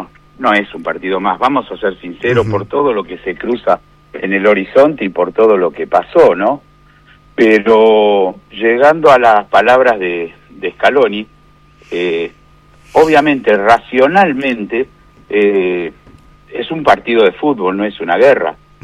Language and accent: Spanish; Argentina; lo que somos los argentinos